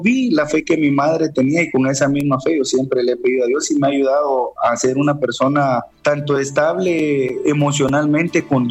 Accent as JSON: {"language": "Spanish", "region": "Zacapa", "country": "Guatemala", "tie": "born or raised there", "said": "Yo soy originario de Zacapa, de aquí de Guatemala."}